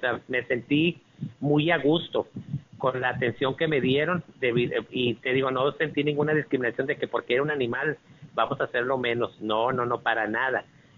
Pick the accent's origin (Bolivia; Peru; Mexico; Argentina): Mexico; Agujita, Coahuila; como nos conocemos, somos aquí de Agujita. Le digo … así como me conocen aquí.